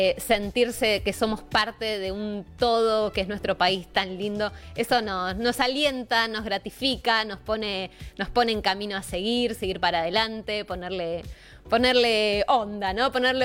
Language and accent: Spanish; Argentina; siendo esta hermosa Argentina